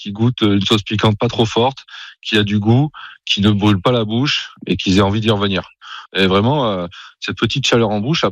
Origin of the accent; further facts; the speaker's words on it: Auvergne-Rhône-Alpes, France; born there; Quand je suis attaché à l'Ardèche, je suis né ici en Ardèche.